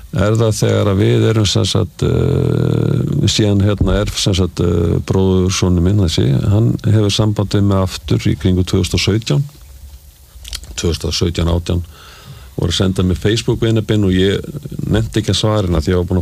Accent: Reykjavík, Capital Region, Iceland; Ég alveg upp í Reykjavík

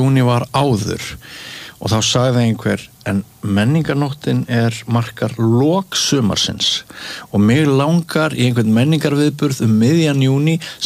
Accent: Mývatnssveit, Northeastern Region, Iceland; now in Reykjavík, Iceland; ég finn þetta ekki hér í Reykjavík og sunda Jóni ég fann þetta austur í Mývasæði þegar ég var krakki

